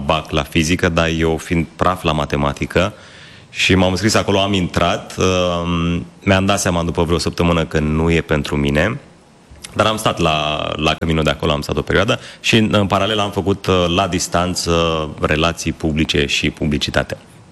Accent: Suceava, Suceava County, Romania; moved away as an adult; now in Bucharest, Romania; pentru mine venirea în București a fost destul de copleșitoare așa, am venit din Suceava

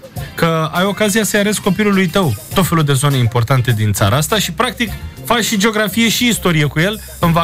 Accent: Romania

